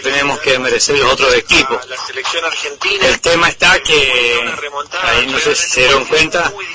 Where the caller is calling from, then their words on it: Argentina; somos argentinos